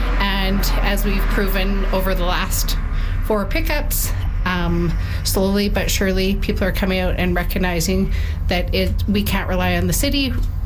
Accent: Edmonton, Alberta, Canada; I grew up in Edmonton

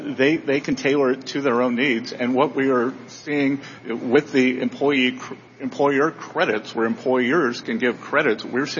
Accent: South Carolina, United States; I'm a country guy in South Carolina

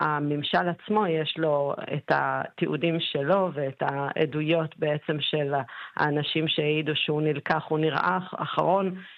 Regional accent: Argentina; now in Israel; וכמוני שבעצם אני ישראלית, אבל אני גם מאוד ארגנטינאית בו זמנית.

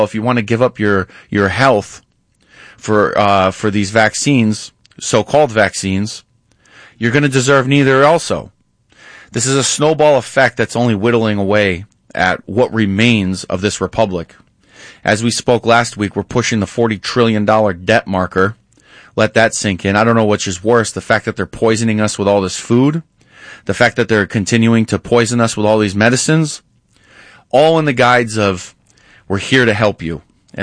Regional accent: New York, United States; and it was great because, you see, I grew up in New York.

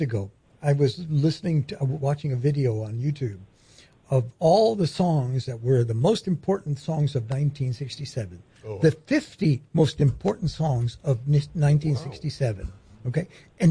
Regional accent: Cuba; I'm from Cuba

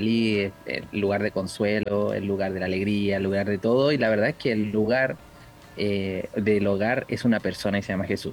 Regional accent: Valparaíso, Chile; todos nosotros somos de Valparaíso, la región de Valparaíso de Chile, que es la quinta región.

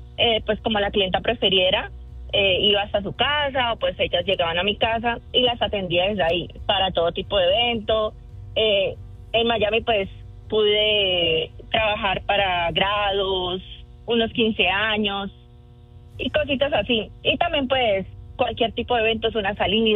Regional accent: Santander, Colombia; Santander.

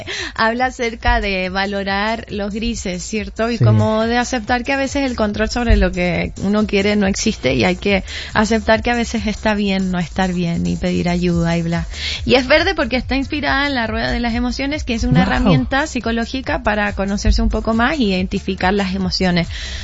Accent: Chile; No, soy muy orgullosamente chilena, pero te juro que, o sea, como que me encanta cómo hablan y a veces como mi español es neutro.

